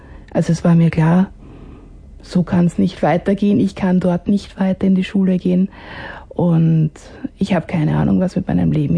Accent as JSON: {"language": "German", "region": "Vienna", "country": "Austria", "tie": "born there", "said": "Ich bin aus Wien."}